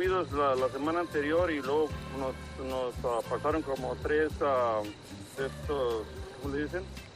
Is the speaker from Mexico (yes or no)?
yes; Monte Escobedo, Zacatecas, Mexico; now in Chicago, United States; Originario de Montescobedo, Zacatecas.